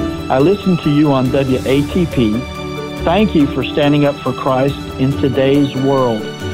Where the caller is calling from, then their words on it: Waynesboro, Mississippi, United States; I'm calling from Waynesboro, Mississippi.